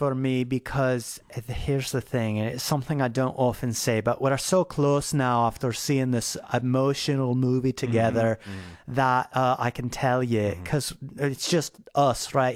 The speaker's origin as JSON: {"language": "English", "region": "Scotland", "country": "United Kingdom", "lives_now": "Austin, United States", "said": "I've relocated to Austin, Texas. I am Scottish, of course, as you can probably tell by the way I look."}